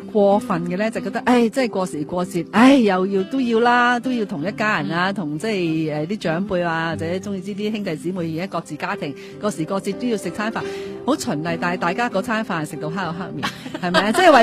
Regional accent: China; 即系好似我哋中国人过年炸芋虾、整芋角咁就送俾啲街坊。

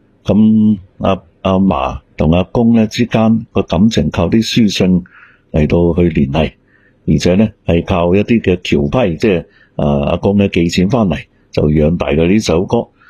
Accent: Guangdong, China; 講潮汕話嘅人，佢嘅文化同我哋廣東人有啲唔同啦。

